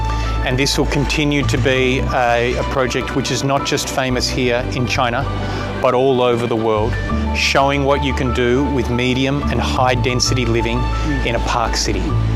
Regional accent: Melbourne, Victoria, Australia; And I hope to see you in my hometown of Melbourne

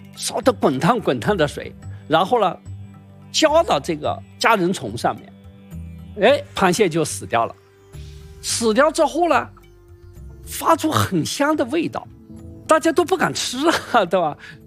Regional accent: southern China, China; 我也是南方人嘛。

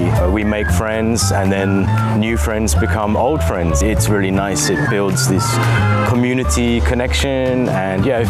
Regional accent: England, United Kingdom; now in Chengdu, China; 第一部分是 I am from England。

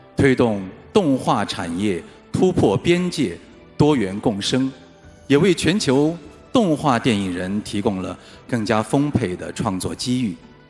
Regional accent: Chongqing, China; 在我的家乡重庆

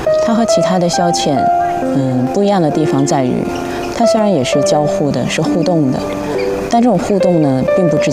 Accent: Heilongjiang, China; 反正都是我家乡黑龙江的地方。

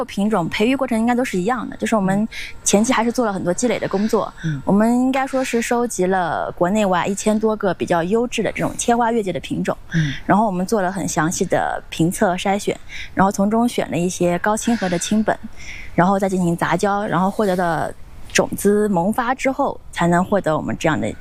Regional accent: China

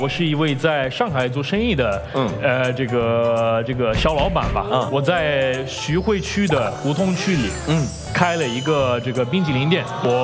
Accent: Sicily, Italy; Chinese is a second language; now in Shanghai, China; 我来自意大利的西西里岛。

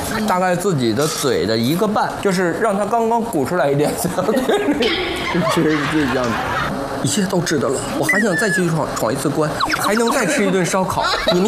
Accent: Northeast China, China; 这个特别适合咱们东北的

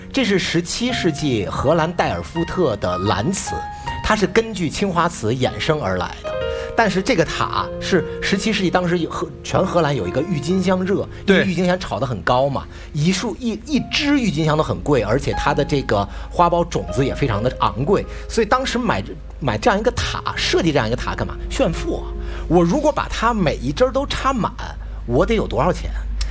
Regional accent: China

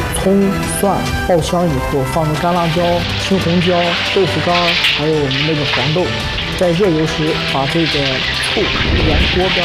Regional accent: Shanxi, China; 我现在还很年轻，我想通过我的技术让更多的人了解我们山西面食，让我们山西面食走向世界，走向未来。

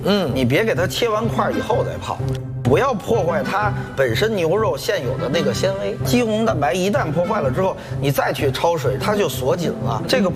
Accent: Beijing, China; 咱们北京人

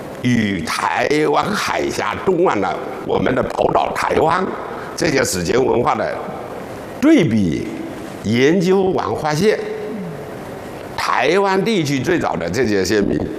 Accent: China

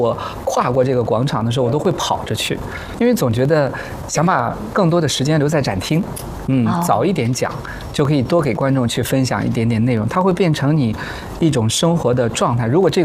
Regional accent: Shaanxi, China; moved away; 我家是陕西的，

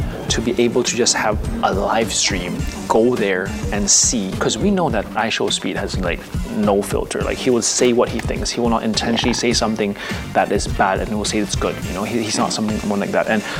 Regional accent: Hong Kong; also born or lived in Philippines; And I am actually a Chinese Filipino. I grew up in Hong Kong, but I was born in the Philippines. But by blood, I am actually full Chinese.

